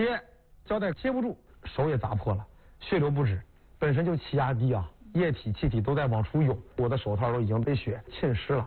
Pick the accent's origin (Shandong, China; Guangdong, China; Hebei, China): Hebei, China; Shijiazhuang; 想到我的家乡啊石家庄，我想到这些好吃的